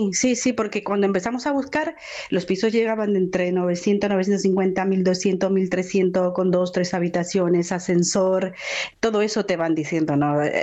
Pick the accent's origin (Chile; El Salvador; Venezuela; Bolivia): Bolivia; moved away as an adult; now in Spain; Sí, bueno, yo soy de Bolivia. Y vine hace 25 años y traje a las niñas después.